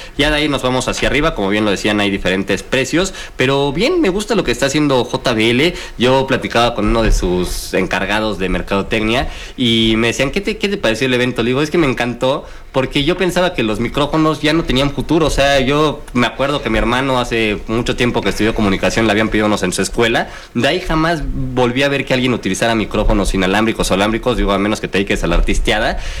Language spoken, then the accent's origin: Spanish; Mexico